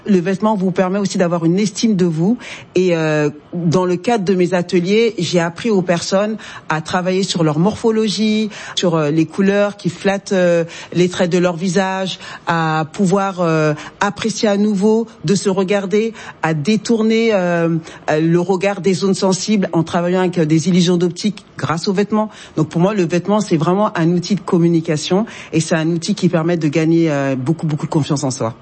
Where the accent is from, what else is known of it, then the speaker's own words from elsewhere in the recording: France; born there; mes parents sont d'origine du Mali. Moi, je suis née en France